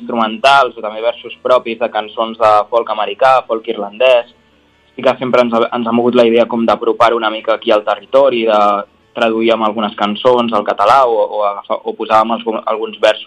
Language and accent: Catalan; Catalonia, Spain; Jo soc de l'Alt Empordà